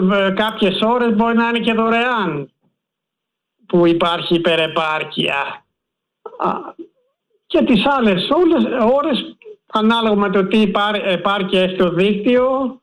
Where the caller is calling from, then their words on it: Metamorfosi, Attica, Greece; από τη Μεταμόρφωση.